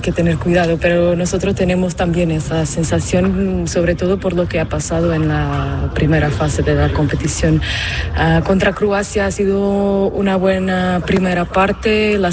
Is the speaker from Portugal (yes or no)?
yes; Portugal; Tengo que decir que Portugal, creo que soy portuguesa.